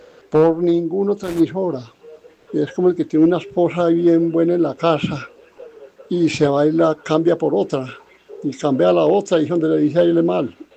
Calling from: Medellín, Antioquia, Colombia; Reporto de Antonio San Antonio de Prado … Vereda El Salado, y es una vereda, la vereda que es la que me gusta a mí.

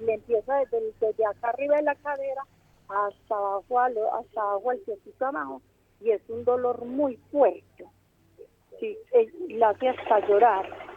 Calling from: Bello, Antioquia, Colombia; Vengo de Bello.

